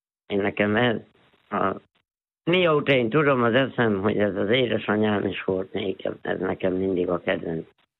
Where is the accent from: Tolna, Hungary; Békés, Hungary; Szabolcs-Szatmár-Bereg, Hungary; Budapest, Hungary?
Szabolcs-Szatmár-Bereg, Hungary; Újfehértó; 9 kilométer messziről Újfehértó mellett az Erdődi tanyán laktunk egy tanyán ott is, hát én ott születtem a szalmakadar tövébe